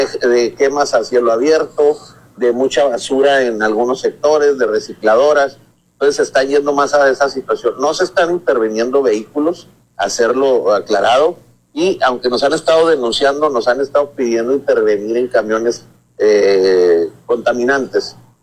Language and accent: Spanish; Ciudad Juárez, Chihuahua, Mexico; aquí los que somos de Juárez, desde hace muchos años siempre ha habido esta situación